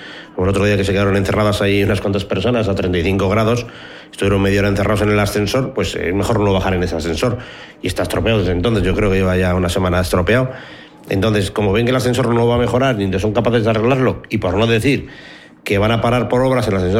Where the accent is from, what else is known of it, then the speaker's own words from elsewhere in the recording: Getxo, Basque Country, Spain; Yo soy de Bidezabal, o sea, de Sarricobaso, de un barrio del Bajo Manhattan.